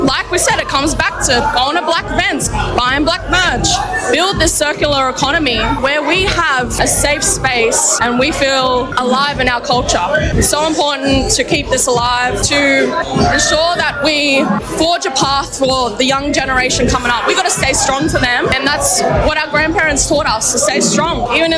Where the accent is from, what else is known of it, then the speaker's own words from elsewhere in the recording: New South Wales, Australia; all the way from Angeldoo, 8 hours from Sydney. I grew up on Darul country